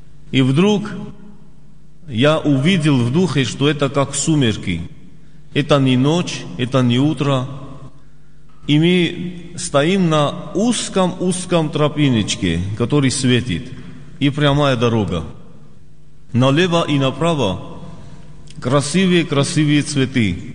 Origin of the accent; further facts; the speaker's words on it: North Ossetia–Alania, Russia; moved away; also born or lived in Georgia; Я из Северной Осетии, жил в Грузии.